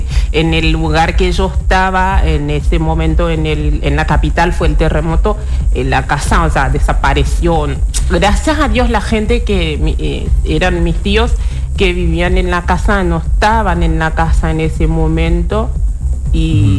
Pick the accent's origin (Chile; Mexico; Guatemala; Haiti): Haiti; first language Haitian Creole; Spanish is a second language; moved away as an adult; now in Resistencia, Argentina; Allá en Haití hablamos criollo, que es nuestro idioma nativo, y francés es el idioma